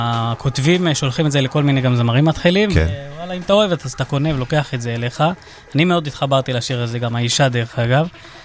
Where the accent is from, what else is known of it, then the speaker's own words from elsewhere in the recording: Kiryat Netafim, West Bank, Palestine; now in Or Akiva, Israel; התיישבות. במקור, קריית נטפים, אבל עברנו גלגולים.